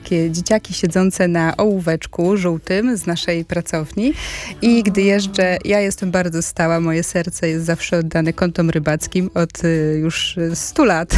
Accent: Mińsk Mazowiecki, Masovian Voivodeship, Poland

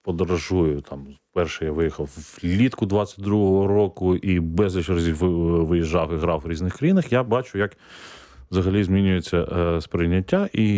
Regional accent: Odesa, Odesa Oblast, Ukraine; born there; moved away as an adult; я неправильний одесит, хоча я народився в Одесі

